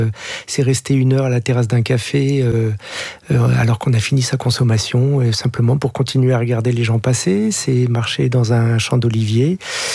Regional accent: Paris, Île-de-France, France; Moi, je suis parisien

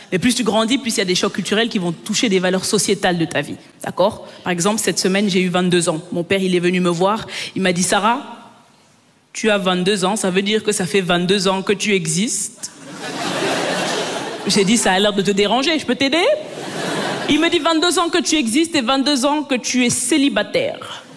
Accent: Belgium; Et moi, mes parents, ils sont nés, ils ont grandi au Cameroun. Je suis née et j'ai grandi en Belgique.

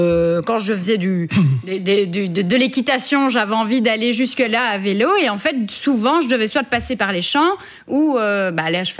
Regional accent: Lillois, Wallonia, Belgium; J'ai grandi à Lillois, qui est entre Nivelles et Braine-l'Alleud.

